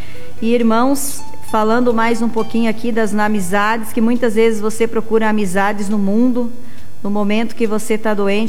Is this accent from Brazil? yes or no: yes; Brazil; crescemos juntos ali em São Pedro Tobias.